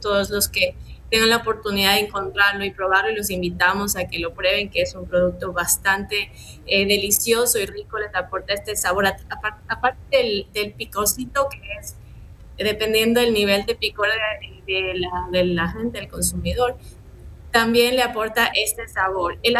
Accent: Ecuador

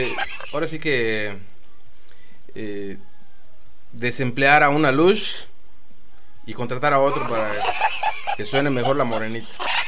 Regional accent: Yucatán, Mexico; mira, luego me andan chingando que yo no soy yucateco.

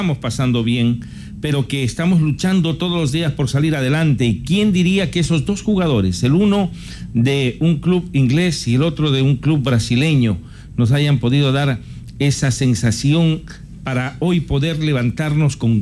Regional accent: Ecuador; somos ecuatorianos

